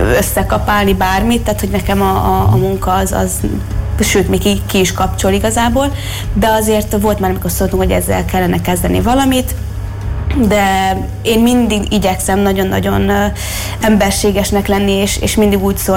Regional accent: Transylvania, Romania; ahol én felnőttem, Erdélyben, én tömbházban nőttem fel, ahol kis túlzással azt is hallom, hogyha a szomszéd köhög.

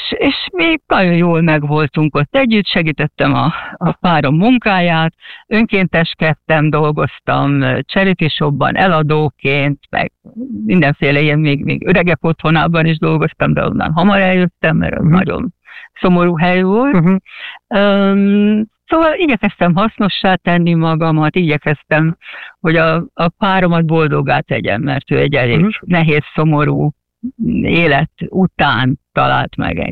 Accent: Hungary; now in England; Én úgy kerültem Angliába, nem úgy, mint a honfitársak többsége, hogy új munka, karrier lehetőség. Én szerelemből mentem Angliába.

